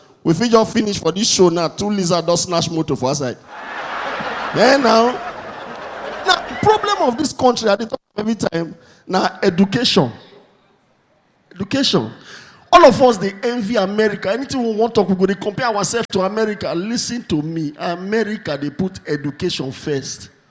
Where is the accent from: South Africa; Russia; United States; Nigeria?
Nigeria